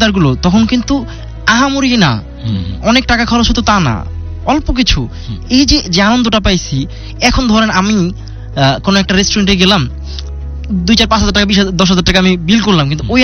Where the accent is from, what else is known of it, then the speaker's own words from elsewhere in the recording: Bhola, Barisal Division, Bangladesh; আমার home district হচ্ছে ভোলাতে।